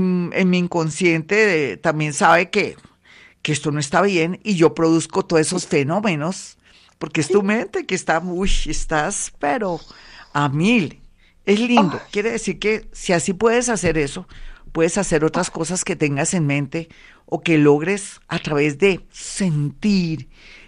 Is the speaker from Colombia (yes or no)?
yes; Colombia; aquí uno como colombiano nace con una energía tan poderosa y tan linda